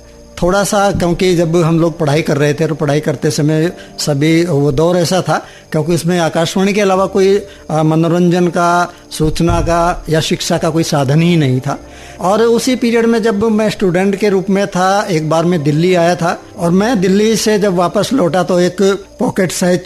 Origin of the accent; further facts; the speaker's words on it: a village near Saharanpur district, Uttar Pradesh, India; मेरे घर के पास ही, सहारनपुर जिले के पास ही लगभग 15-20 किलोमीटर दूर मेरा गाँव था।